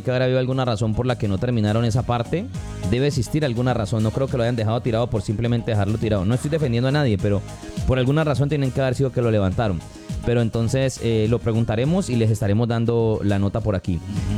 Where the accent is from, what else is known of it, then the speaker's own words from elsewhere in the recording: Pasto, Nariño, Colombia; respeten la gente de Pasto, que yo soy de Pasto, pues, señores.